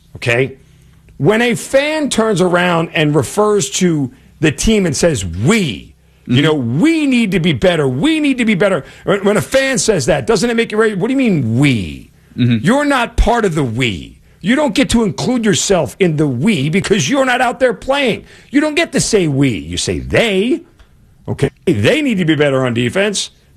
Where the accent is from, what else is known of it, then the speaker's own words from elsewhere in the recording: New York City, New York, United States; Can I say this as a New Yorker, a native New Yorker, and somebody who couldn't afford to go to game 3 or 4?